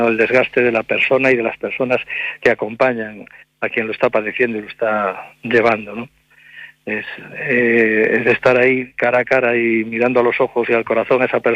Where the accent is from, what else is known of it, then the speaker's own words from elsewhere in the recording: Galicia, Spain; viniendo de donde vengo, de Galicia